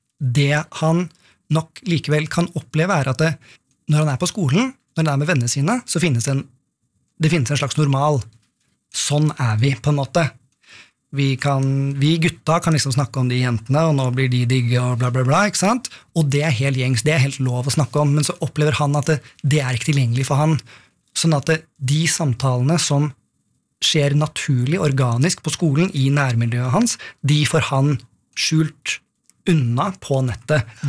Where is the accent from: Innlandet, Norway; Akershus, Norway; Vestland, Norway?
Akershus, Norway; Oppegård; born or raised there